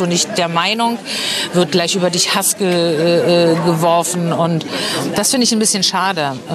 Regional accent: East Germany, Germany; born there; Ich bin ein Kind der DDR

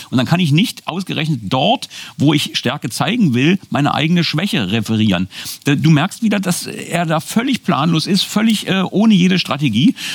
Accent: Germany

